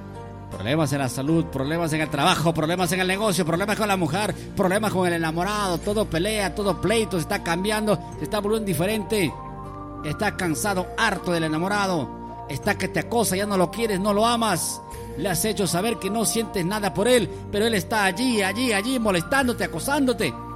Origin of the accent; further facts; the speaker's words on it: Huacho, Lima, Peru; now in Lima, Peru; Yo soy de la ciudad de Huacho. Yo soy de la ciudad de Huacho. De Huacho, la tierra de curanderos, brujos, hechiceros, tierra de alzadores, tierra de maestros de alta magia, Huacho. Yo tengo mi santuario en Lima más de 20 años.